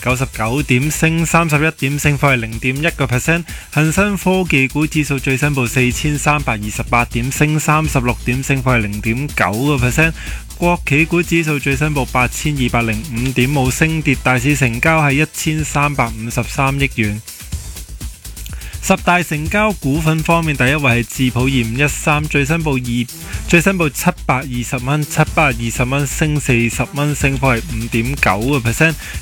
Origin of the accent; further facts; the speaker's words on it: China; 咁我哋作为中国人咧，最中意就系买砖头啊